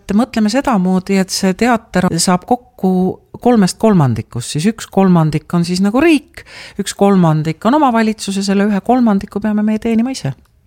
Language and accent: Estonian; Saare County, Estonia; Mina olen siit pärit, ma olen pärit maalt, mina lõpetasin Orissaare keskkooli.